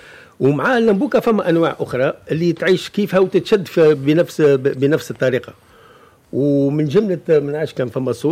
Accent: Mahdia Governorate, Tunisia; احنا شولا عندنا في الساحل في المهدية راتشولا، ولا تشولا زاد يقولوا راتشولا

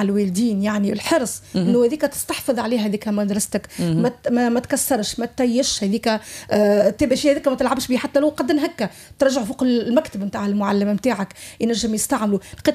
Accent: Djerba, Medenine, Tunisia; مدرسة صدغيان حومتي في جربة،

